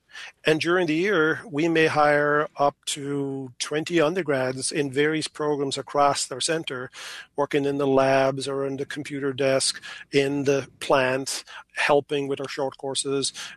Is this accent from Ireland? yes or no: yes; Ireland; also born or lived in New Zealand; now in Wisconsin, United States; And so I grew up in Ireland and I lived in New Zealand, so I hear about the New Zealand thing for 4 years.